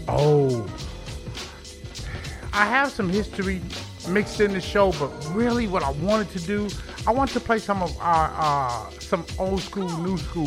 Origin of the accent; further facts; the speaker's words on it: Chicago, Illinois, United States; now in Little Rock, United States; my hometown, Chi-Town.